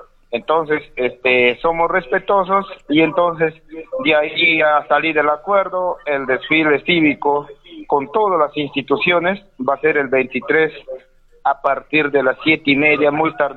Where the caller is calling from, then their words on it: Peru; en nuestro Centro Poblado Nueva Vida